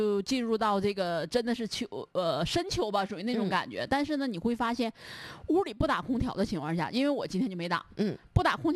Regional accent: Northeast China, China; 作为我们东北人

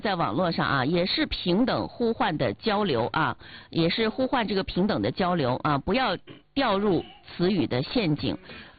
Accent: Northeast China, China; 咱们东北人

